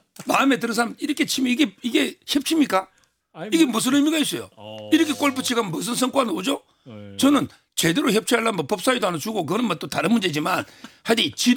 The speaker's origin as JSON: {"language": "Korean", "town": "Hapcheon", "region": "South Gyeongsang", "country": "South Korea", "tie": "born or raised there", "said": "제 고향에 네. 합천에"}